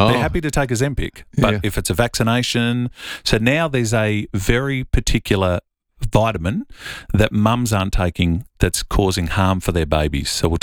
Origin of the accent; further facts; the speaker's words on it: Millicent, South Australia, Australia; Apparently. I think I'm from Millicent. I'll mention it one day. I'll tell you a little bit about my town if you like.